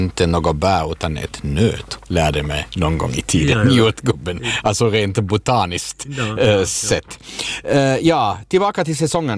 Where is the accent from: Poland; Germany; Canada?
Germany; now in Finland; Jag växte upp med jordgubbar i Tyskland och tyckte att de var jättegoda. Men sen kom jag till Finland